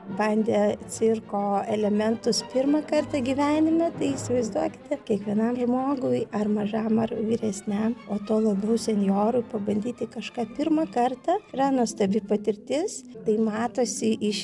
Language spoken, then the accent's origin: Lithuanian; Kaunas, Kaunas County, Lithuania; nors esame iš Kauno, o dirbtuvės vyksta Tauragėj.